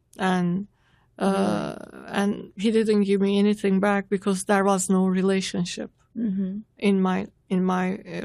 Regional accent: Turkey; I was born and raised in Turkey in a devout Muslim home.

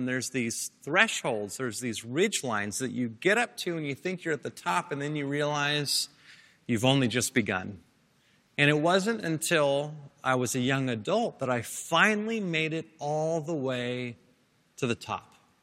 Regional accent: Pasadena, California, United States; I grew up in Pasadena.

